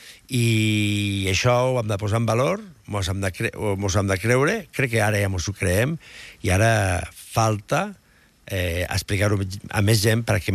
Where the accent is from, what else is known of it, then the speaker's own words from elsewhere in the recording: Catalonia, Spain; som Terres de l'Ebre, que som quatre comarques, Montsià, Baix Ebre, Ribera d'Ebre i Terra Alta